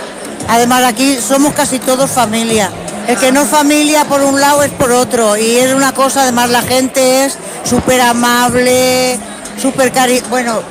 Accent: Raspall, Spain; now in Yecla, Spain; esto es un pueblo precioso. Hemos pasado aquí una infancia estupendísima.

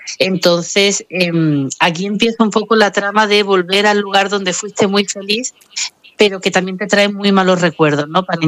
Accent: Coín, Andalusia, Spain; yo soy malagueña de nacimiento, sigo viviendo en mi pueblo, también de Málaga

